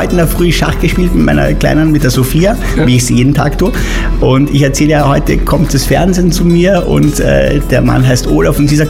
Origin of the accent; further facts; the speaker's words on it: Austria; moved away; Also ich bin Österreicher